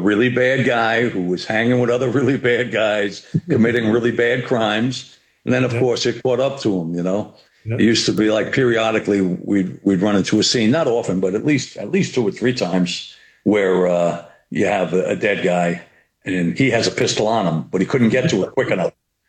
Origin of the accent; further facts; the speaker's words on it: New York City, New York, United States; as a son of the Bronx, I think we picked up a lot of intuitive developmental traits, right?